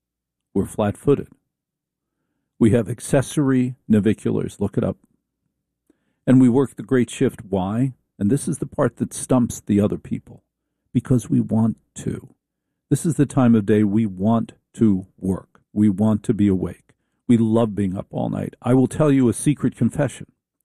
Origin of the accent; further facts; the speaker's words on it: Newark, New Jersey, United States; born there; Not only was I born in Newark, but I was born in a hospital that no longer exists.